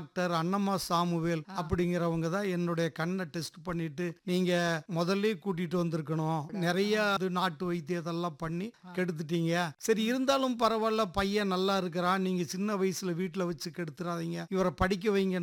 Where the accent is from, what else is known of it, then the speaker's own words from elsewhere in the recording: Ramapuram, Tamil Nadu, India; என்னுடைய சொந்த ஊர் வந்து சத்தியமங்கலத்து பக்கத்துல ராமாபுரம் அப்படிங்கிற ஒரு கிராமம். அப்புறம் அங்கதான் வந்து நான் ஒரு 7 வரைக்கும் நல்லா பார்வை தெரிஞ்சு அங்கதான் படிச்சுட்டு.